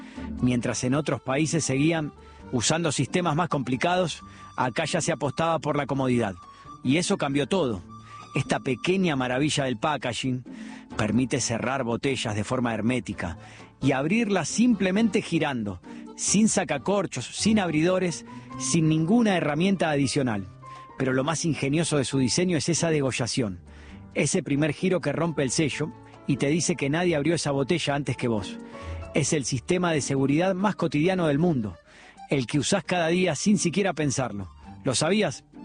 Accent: Argentina

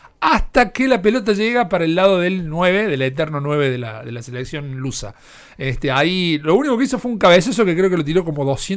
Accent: Argentina; los que somos argentinos

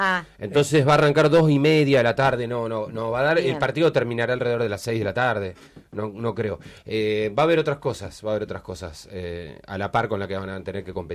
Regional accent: Argentina

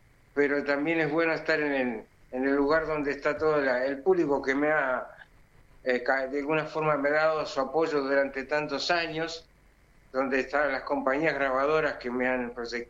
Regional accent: Montevideo, Uruguay; born there; also born or lived in Buenos Aires, Argentina; now in Colonia del Sacramento, Uruguay; Yo nací en Montevideo.

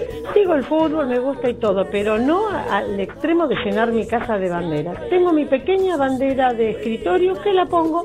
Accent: Berazategui, Buenos Aires Province, Argentina

